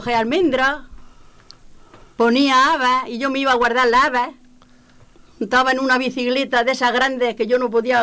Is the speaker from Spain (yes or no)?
yes; Fortuna, Region of Murcia, Spain; Yo nací en Fortuna.